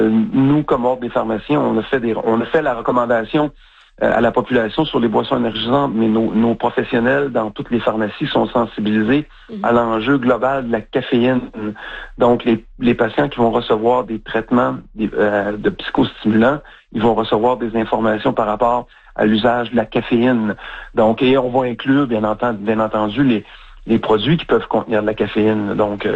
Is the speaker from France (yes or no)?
no; Quebec, Canada; chez nous au Québec